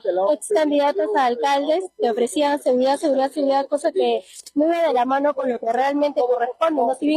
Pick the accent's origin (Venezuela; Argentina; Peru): Peru; Villa El Salvador, Lima; Espero que como Villa Salvadoreños elijamos a un candidato probo, un candidato honesto, un candidato limpio